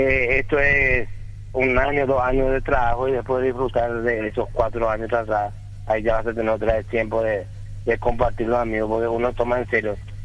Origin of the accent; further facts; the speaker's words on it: Areguá, Central, Paraguay; En Areguá, mi ciudad natal